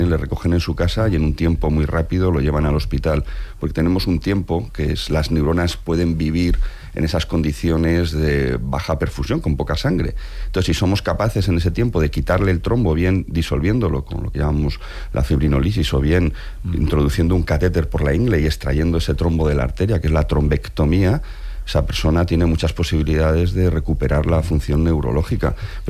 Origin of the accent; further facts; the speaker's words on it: Spain; Soy muy español en esto.